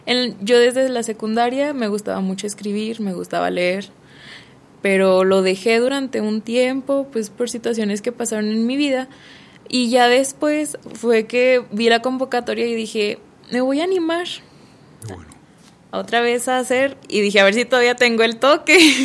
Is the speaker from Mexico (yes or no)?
yes; Fresnillo, Zacatecas, Mexico; Igualmente de aquí de Fresnillo, orgullosamente.